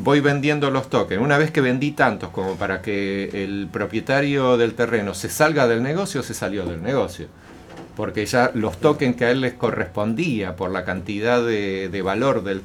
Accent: Argentina; also born or lived in Chile; O sea, yo soy argentino y chileno y vivo mucho tiempo en el exterior.

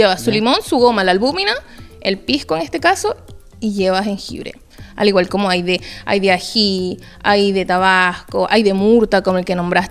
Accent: Venezuela; moved away as an adult; now in Chile; soy venezolana. Llevo 8 años aquí.

